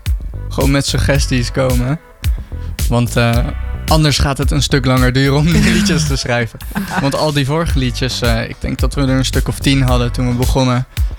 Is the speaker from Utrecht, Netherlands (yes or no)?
no; The Hague, South Holland, Netherlands; Ja, ja. Maar we komen allebei uit Den Haag.